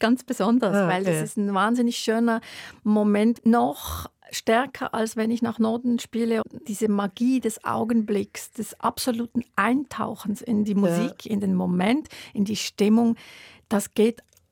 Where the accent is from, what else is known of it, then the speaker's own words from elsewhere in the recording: Switzerland; bei uns als Schweizerin, genau.